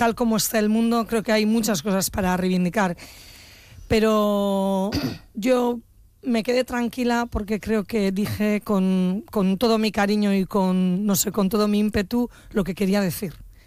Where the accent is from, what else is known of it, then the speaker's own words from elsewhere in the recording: Bilbao, Basque Country, Spain; Yo no nací en Bilbao. Puedo decir que soy bilbaína